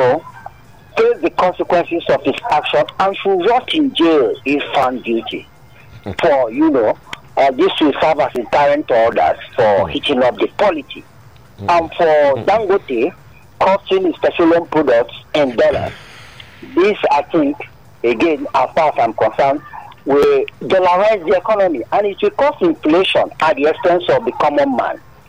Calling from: Ikotun, Lagos, Nigeria; I'm calling from Abaranjo, Nikoto.

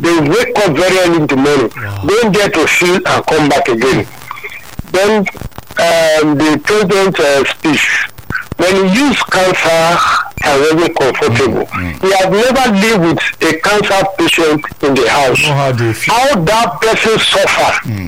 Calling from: Nigeria; I'm calling from Abadi.

